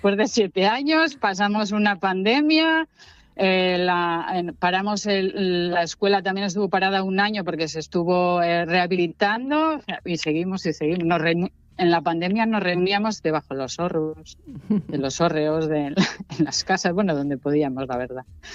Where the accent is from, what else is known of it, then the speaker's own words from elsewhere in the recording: Piloña, Asturias, Spain; yo soy de Piloña, mi familia es de Piloña